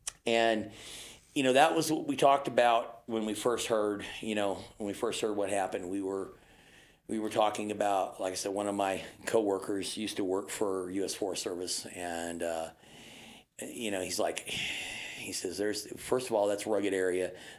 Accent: Texas, United States; moved away as an adult; Growing up in Southeast Texas and being in EMS and fire in Southeast Texas

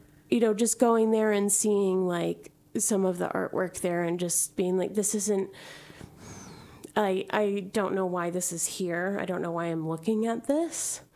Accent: Great Neck, New York, United States; born there; I was born in Great Neck

